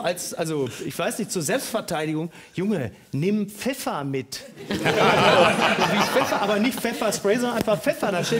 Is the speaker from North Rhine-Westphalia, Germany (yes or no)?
yes; Recklinghausen, North Rhine-Westphalia, Germany; Du kommst ja aus Unna, ich komme aus Recklinghausen